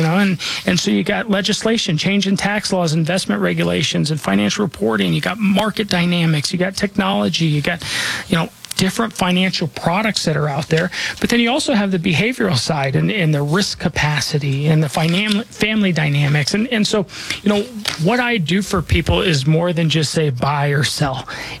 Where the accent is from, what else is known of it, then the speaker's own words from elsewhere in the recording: Denver, Colorado, United States; I was born and raised here in Denver. I'm not just licensed here. This is where I call home. This is where I'm raising my family.